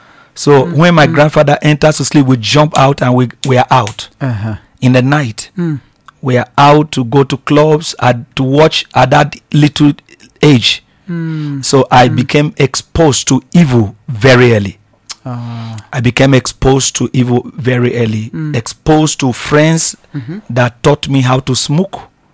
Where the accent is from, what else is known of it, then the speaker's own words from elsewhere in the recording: Gboko, Benue, Nigeria; I am from Gboko, Benue State, Nigeria